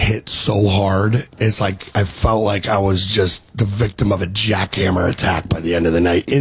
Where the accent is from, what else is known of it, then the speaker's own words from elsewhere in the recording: East Coast, United States; moved away; I'm from the East Coast.